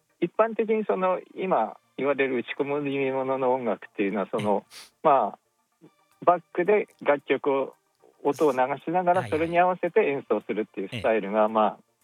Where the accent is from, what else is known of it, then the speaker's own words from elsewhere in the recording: Oshu, Iwate, Japan; 自分が、岩手県の奥州市出身と、ね、いうこともあり